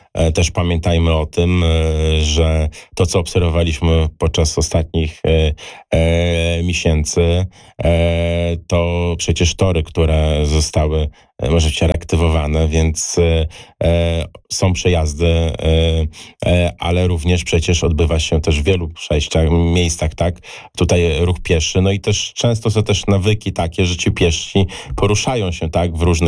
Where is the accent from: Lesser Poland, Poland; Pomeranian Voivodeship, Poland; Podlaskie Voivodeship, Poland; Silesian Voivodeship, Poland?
Podlaskie Voivodeship, Poland; Łomża